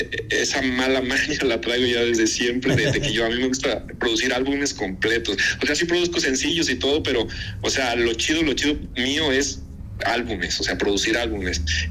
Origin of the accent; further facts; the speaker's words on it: State of Mexico, Mexico; Yo soy de un municipio que se llama Lubianos, Estado de México, y pues es un municipio pequeño.